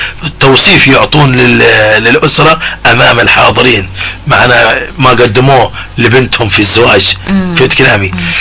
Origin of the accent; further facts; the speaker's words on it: Mukalla, Hadhramaut, Yemen; عندنا في المكلا